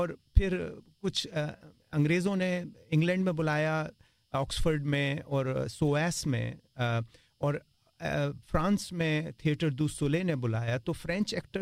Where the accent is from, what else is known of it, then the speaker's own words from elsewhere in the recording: Delhi, India; also born or lived in Samai; चूंकि मैं गांव में पैदा हुआ, छप्पर के नीचे दाई ने पैदा करवाया हमारे सामई गांव में, लेकिन फिर क्योंकि बाबूजी दिल्ली आए तो उनके साथ साथ मैं भी दिल्ली आया।